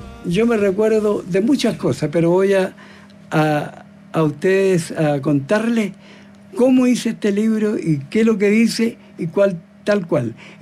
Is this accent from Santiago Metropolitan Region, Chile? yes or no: yes; Curacaví, Santiago Metropolitan Region, Chile; born there; yo nací allá en Curacaví. En Curacaví para un 18 de septiembre.